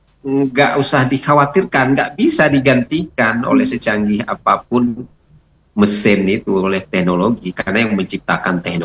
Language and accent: Indonesian; Aceh, Indonesia